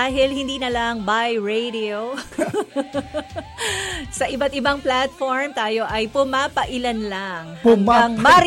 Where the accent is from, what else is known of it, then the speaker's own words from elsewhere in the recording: Malolos, Central Luzon, Philippines; Taga-Malolos ako